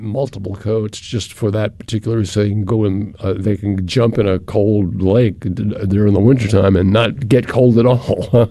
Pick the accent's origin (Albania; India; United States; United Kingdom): United States; Massachusetts; Just as I grew up in Massachusetts, I was accustomed to the cold.